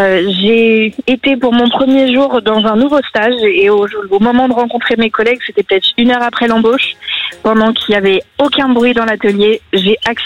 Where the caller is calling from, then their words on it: Cholet, Pays de la Loire, France; Moi, je suis à Cholet, dans le 49.